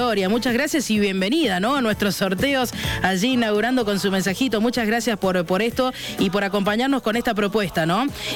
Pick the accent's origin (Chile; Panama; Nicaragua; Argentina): Argentina